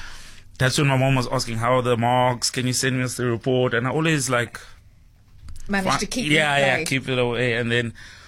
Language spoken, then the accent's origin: English; King William's Town, Eastern Cape, South Africa; I think growing up in King Williamstown, we loved rugby in the Eastern Cape